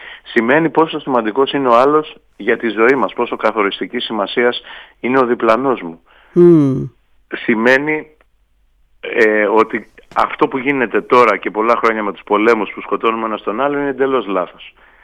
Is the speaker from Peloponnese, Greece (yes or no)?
no; Kefalonia, Ionian Islands, Greece; Και εγώ σαν Κεφαλονίτης